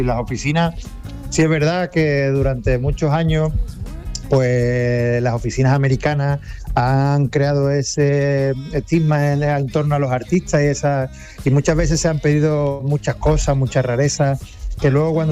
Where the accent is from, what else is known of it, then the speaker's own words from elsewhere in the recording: Seville, Andalusia, Spain; tenemos muchas ganas de, como sevillana, también tenerla en la Plaza de España.